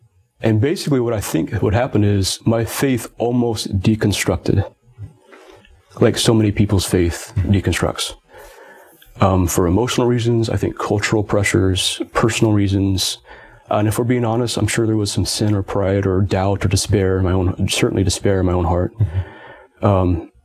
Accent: United States; But also I'm extremely American.

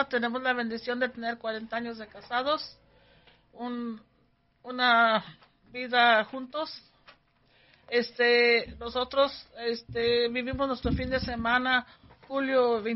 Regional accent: California, United States; Y Hugo es de Guatemala y yo soy de aquí, de California.

